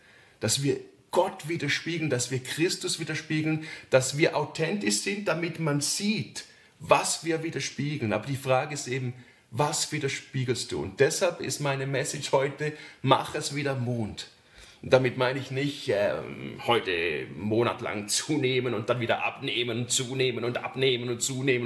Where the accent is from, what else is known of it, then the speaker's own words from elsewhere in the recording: Switzerland; Unangenehme für mich als Schweizer.